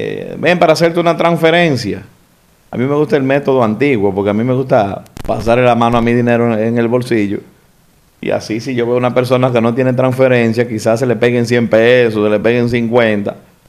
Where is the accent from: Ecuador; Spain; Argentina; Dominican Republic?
Dominican Republic; lo primero que se paran a socorrer somos los dominicanos